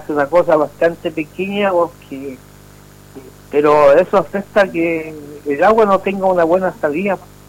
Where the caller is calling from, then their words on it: Chile; como buen chileno